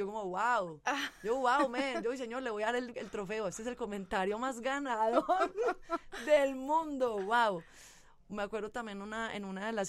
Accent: Medellín, Antioquia, Colombia; moved away as an adult; also born or lived in San Cristóbal, Medellín / Los Angeles, United States; Mi Medellín tiene mis raíces, mi cuna. O sea, de hecho, es como que todo. Yo miro mi personalidad, veo quién soy. Es como que a mí me forjó Medellín.

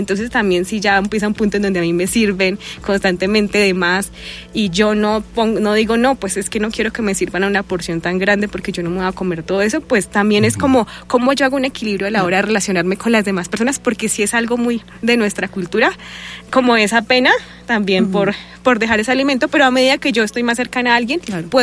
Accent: Boyacá, Colombia; Soy de Boyacá, entonces yo he trabajado en varios municipios de Boyacá

